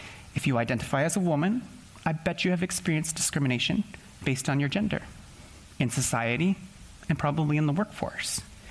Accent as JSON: {"language": "English", "country": "Canada", "said": "What can I do as a Canadian citizen?"}